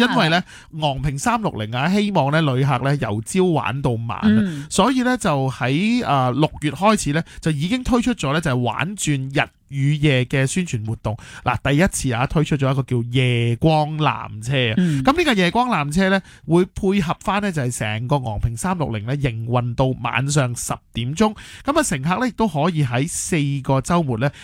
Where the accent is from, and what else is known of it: Hong Kong